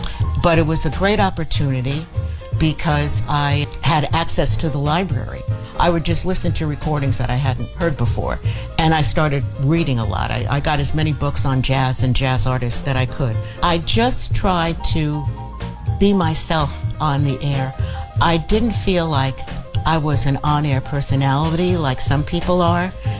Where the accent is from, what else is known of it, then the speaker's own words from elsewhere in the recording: New York City, New York, United States; I'm a radio broadcaster, and I have been for 50 years now. I was born in 1954 in New York City. New York was a great place to grow up because you were exposed to so much culture.